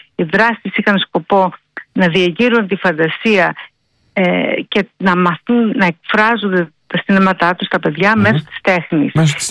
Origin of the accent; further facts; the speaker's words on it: Filoti, South Aegean, Greece; Από το Φιλότι στην Άξο και με την ομάδα της Αιγαίου έχουμε κάνει εκεί ένα λαογραφικό εκκλησιαστικό μουσείο.